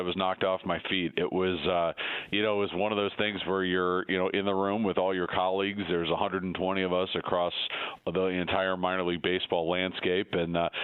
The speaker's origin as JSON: {"language": "English", "town": "Akron", "region": "Ohio", "country": "United States", "said": "I think really just this is my hometown, and I'm from Akron, and having a chance to see, the ballpark in downtown Akron really return to the glory"}